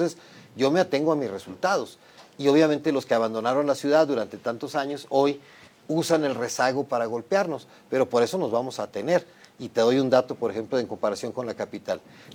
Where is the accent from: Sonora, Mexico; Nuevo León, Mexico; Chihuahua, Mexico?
Chihuahua, Mexico; Somos chihuahuenses todos, merecemos respeto todas y todos